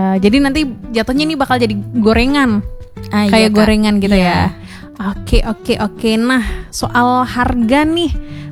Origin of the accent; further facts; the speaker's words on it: West Sumatra, Indonesia; Nah jadi mungkin ya namanya juga kita orang Minang ya